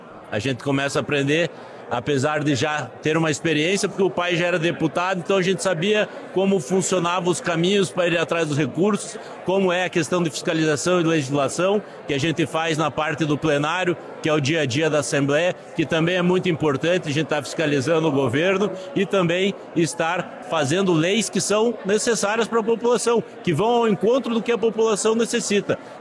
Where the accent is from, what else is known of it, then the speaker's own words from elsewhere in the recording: Paraná, Brazil; moved away; na emoção de estar aqui de volta na minha terra natal